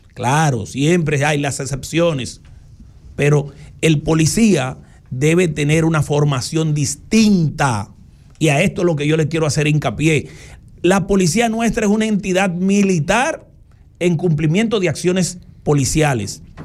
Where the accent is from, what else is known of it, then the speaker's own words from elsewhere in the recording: Dominican Republic; Somos dominicanos.